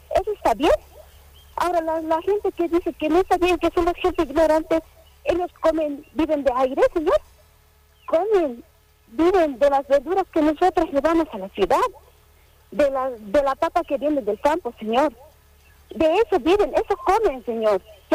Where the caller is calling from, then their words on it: La Paz, Bolivia; le estoy llamando desde Río Abajo.